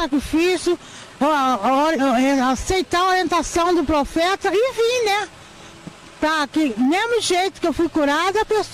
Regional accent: Paraíba do Sul, Rio de Janeiro, Brazil; Eu vim da cidade de Rio de Janeiro, Paraíba do Sul.

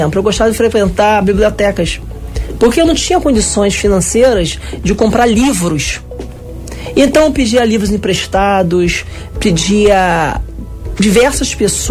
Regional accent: Niterói, Rio de Janeiro, Brazil; eu sou um cara de oriundo de comunidade, nasci em Niterói, Santa Rosa, na comunidade do Viradouro

